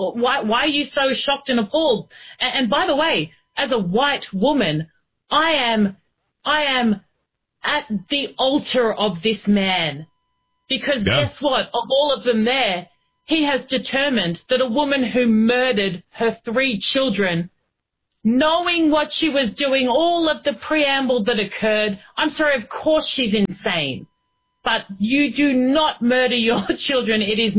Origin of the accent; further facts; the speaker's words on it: Australia; as an Australian looking into America